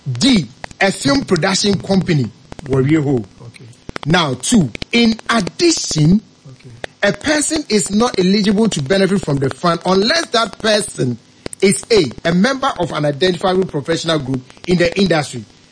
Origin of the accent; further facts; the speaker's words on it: Ghana; as a Ghanaian licensed Ghanaian filmmaker